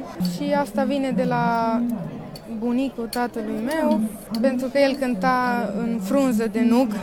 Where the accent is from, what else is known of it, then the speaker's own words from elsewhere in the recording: Făget, Timiș County, Romania; Am 13 ani, sunt de la Făget